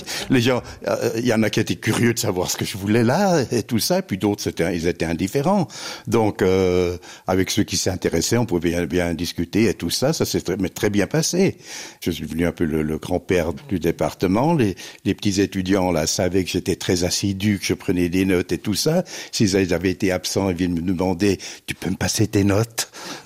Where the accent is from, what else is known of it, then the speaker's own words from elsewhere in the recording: Languidic, Brittany, France; also born or lived in Zurich; now in Fribourg, Switzerland; J'ai fait une cérémonie chez moi, à Languédic, pour tous les gens, nos amis et tout ça.